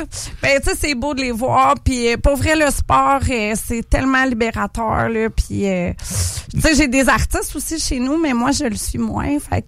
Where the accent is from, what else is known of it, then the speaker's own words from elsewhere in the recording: Sainte-Pétronille, Quebec, Canada; Je suis une petite fille de l'île d'Orléans, de Sainte-Pétronée. Donc, j'ai grandi à Lille. Mes parents étaient moniteurs de ski au Mont-Saint-Anne. Donc, moi, j'ai été élevée dans les pentes de ski du Mont-Saint-Anne.